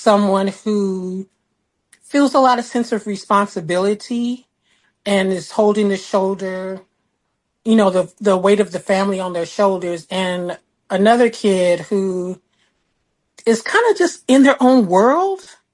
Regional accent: Marina, California, United States; we grew up in Marina, so it was pretty conservative.

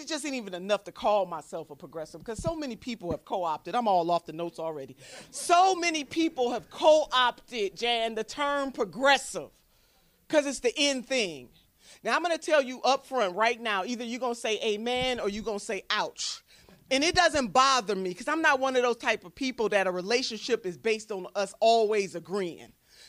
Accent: Ohio, United States; Ohio is my home state.

